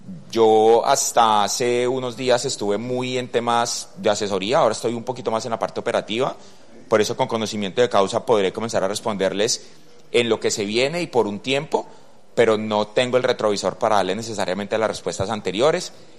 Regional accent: Buenaventura, Valle del Cauca, Colombia; Soy de Buenaventura y me duele Buenaventura.

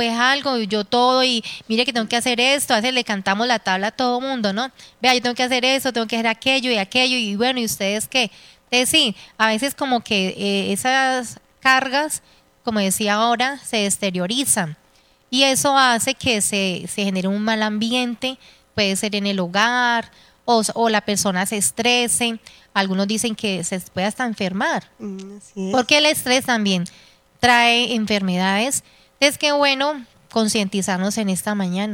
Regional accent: Cartago, Valle del Cauca, Colombia; Ella es de Cartago Valle, mi tierra.

